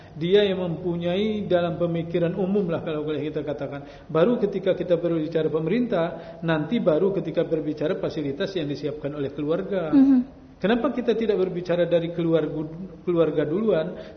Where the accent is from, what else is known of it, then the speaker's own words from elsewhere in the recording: Aceh, Indonesia; kita sebenarnya masyarakat Aceh